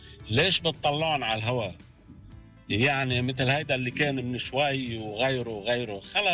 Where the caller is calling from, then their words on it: South Lebanon, Lebanon; أنا من جنوب وشيعي